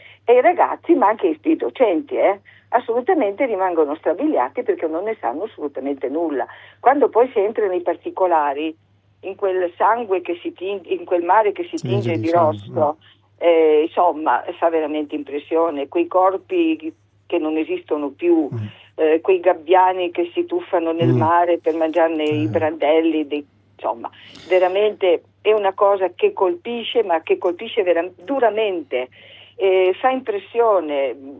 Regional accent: Vrsar, Istria County, Croatia; io sono di Orsera

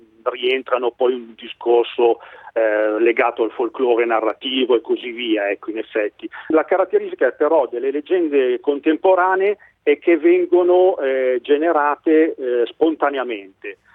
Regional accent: Alessandria, Piedmont, Italy; io sono di Alessandria, no? Quindi un paese del Monferrato

